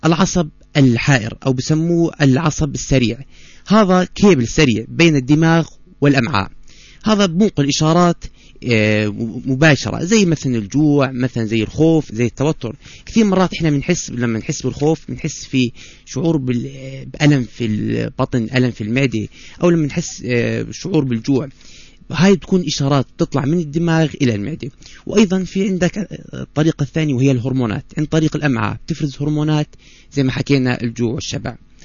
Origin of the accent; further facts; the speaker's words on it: Jordan; احنا اليوم اصبحنا بنعاني في مجتمعنا الاردني